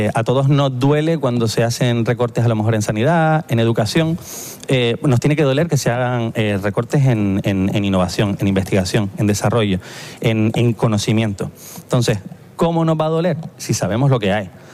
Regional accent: Canary Islands, Spain

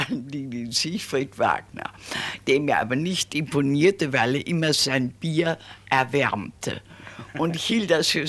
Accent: Hesse, Germany; now in Frankfurt, Germany; Obwohl meine Heimat an der waldeckischen Grenze, zwischen Frankenberg und Korbach, ganz auf dem Lande, mich immer noch anzieht

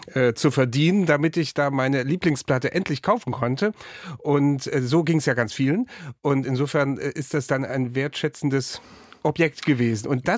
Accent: Germany; Ich bin ja in der DDR aufgewachsen. 12,10 Mark hat jede Schallplatte dort gekostet.

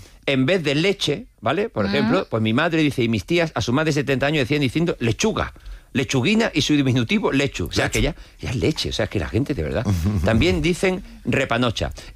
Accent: Los Navalucillos, Castilla-La Mancha, Spain; De mi pueblo, decía, los navalucillos en Toledo son más bien insultos, pero aplica también como palabrota a veces.

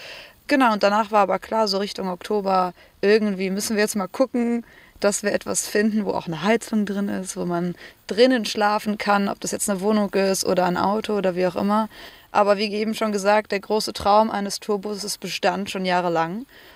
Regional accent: Cologne, North Rhine-Westphalia, Germany; Ich komme eigentlich aus Köln, er kommt aus Flensburg

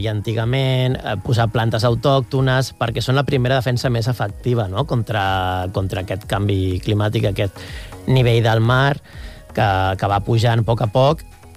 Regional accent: Catalonia, Spain; Bé, jo que sóc del Maresme, es feien, quan antigament el cram estava allà

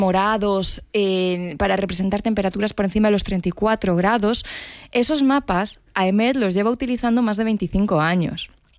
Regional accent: Extremadura, Spain; Yo pienso, por ejemplo, en las típicas casas que tenemos en mi pueblo, que mi pueblo está en Extremadura

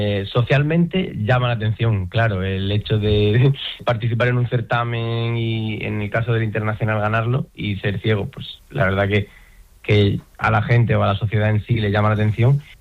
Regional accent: Sierra de Fuentes, Extremadura, Spain; he estado trabajando como fisioterapeuta 7 años en mi pueblo, en Sierra de Fuentes

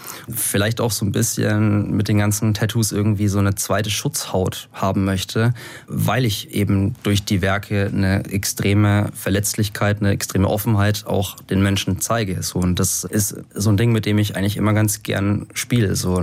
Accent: Schweinfurt, Bavaria, Germany; Ich habe bis ich 13, 14 war, bis ich dann tatsächlich mit dem Graffiti-Sprayen angefangen habe, bei uns in Schweinfurt als Torwart gespielt.

